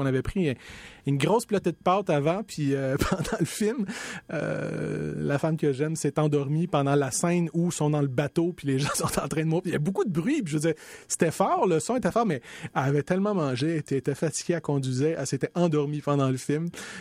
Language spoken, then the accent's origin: French; Laval, Quebec, Canada; je viens de Laval.